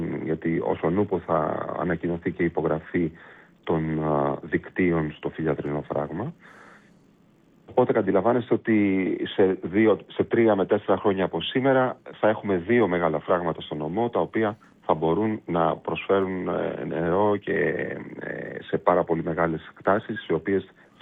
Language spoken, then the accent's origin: Greek; Greece